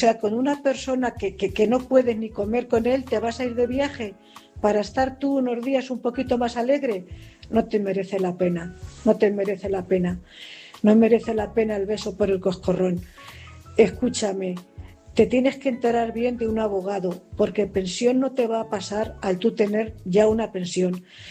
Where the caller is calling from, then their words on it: Cuenca, Castilla-La Mancha, Spain; corresponsal de Cuenca.